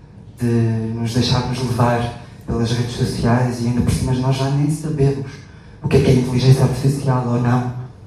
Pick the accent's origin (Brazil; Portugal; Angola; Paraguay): Portugal; Fundão, Centro; levar o nome da minha terra, o nome das minhas gentes